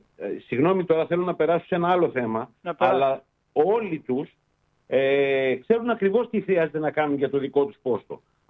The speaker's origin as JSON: {"language": "Greek", "area": "Samos", "region": "North Aegean", "country": "Greece", "said": "σαν δημότης της Σάμου"}